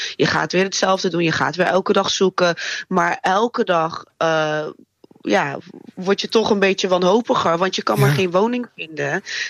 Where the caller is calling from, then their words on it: Rotterdam, South Holland, Netherlands; ik kom zelf uit Rotterdam